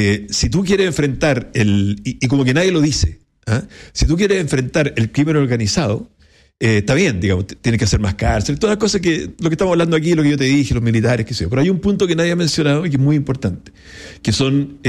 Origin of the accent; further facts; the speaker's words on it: Ñuble, Chile; Yo soy de Ñuble